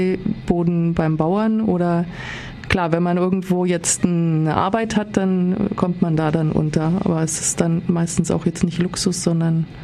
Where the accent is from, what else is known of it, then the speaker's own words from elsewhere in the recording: Southern Germany, Germany; born there; moved away; Also ich komme aus dem Westen, also eben geboren bin ich in Süddeutschland.